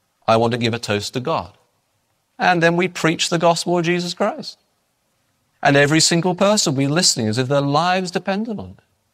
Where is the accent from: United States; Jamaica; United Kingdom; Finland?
United Kingdom; England; No, I'm English.